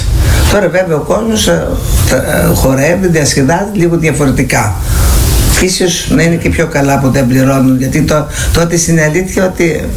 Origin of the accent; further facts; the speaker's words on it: Livadeia, Central Greece, Greece; born there; Εγώ γεννήθηκα στη Λιβαδιά, Βιωτίας.